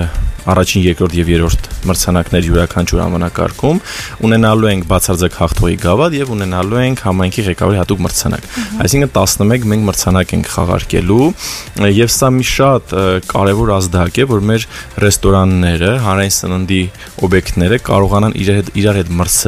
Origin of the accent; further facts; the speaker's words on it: Stepanavan, Lori, Armenia; born there; now in Yerevan, Armenia; ես ծննդով Ստեփանավանից եմ։ Չնայած երկար տարիներ ապրում Երևանում, բայց դա կապ չունի